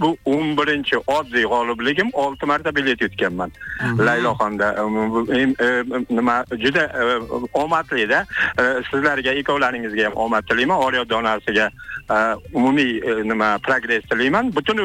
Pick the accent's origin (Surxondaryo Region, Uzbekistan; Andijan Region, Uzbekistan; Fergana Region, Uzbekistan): Surxondaryo Region, Uzbekistan; Denov; Obijon aka men Denovdan.